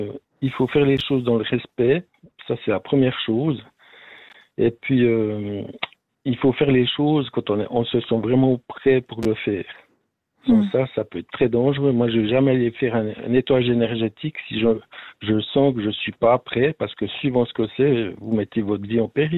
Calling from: Neuchâtel, Switzerland; moi, j'ai 62 ans et puis j'habite dans le canton de Neuchâtel.

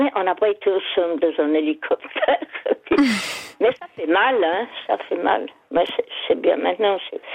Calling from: Vaud, Switzerland

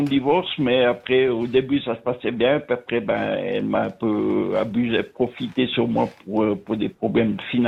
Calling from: Fribourg, Switzerland

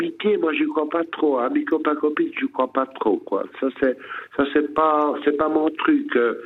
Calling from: Sonceboz, Bern, Switzerland; j'habite dans le Jura bernois

